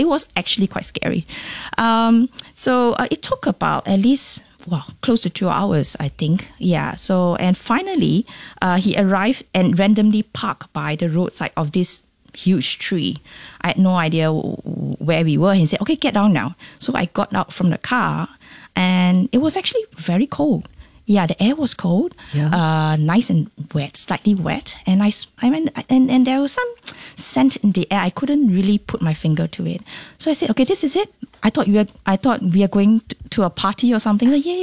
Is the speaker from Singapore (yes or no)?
yes; Singapore; being Singaporean